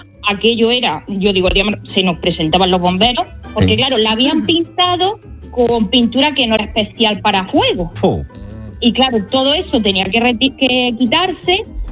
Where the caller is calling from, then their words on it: Almería, Andalusia, Spain; te llamo desde Almería